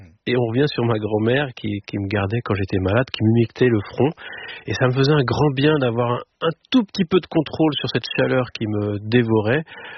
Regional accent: Paris, Île-de-France, France; ma grand-mère est bretonne, son grand-père était marin-pêcheur, il avait son bateau, et en tant que petit parisien

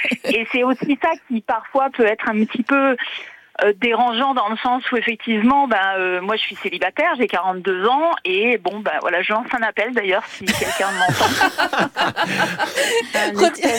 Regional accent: Auvergne-Rhône-Alpes, France; born there; moved away as an adult; now in Langlade-Brenoux, France; je suis née dans le Rhône.

